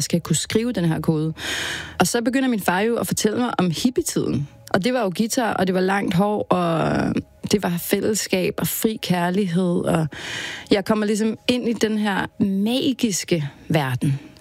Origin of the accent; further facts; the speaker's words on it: Copenhagen, Capital Region of Denmark, Denmark; born there; det hører vi hjemme i Vanløse